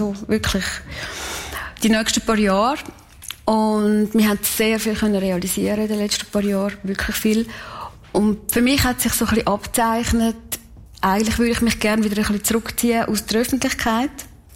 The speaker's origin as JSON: {"language": "German", "town": "Kaltbrunn", "region": "St. Gallen", "country": "Switzerland", "tie": "born or raised there"}